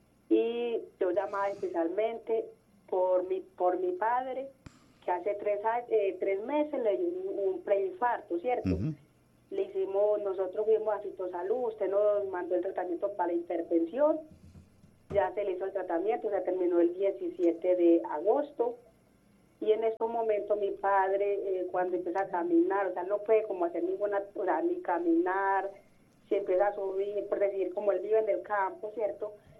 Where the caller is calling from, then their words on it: Santa Fe de Antioquia, Antioquia, Colombia; Yo vivo en Santa Fe, Antioquia.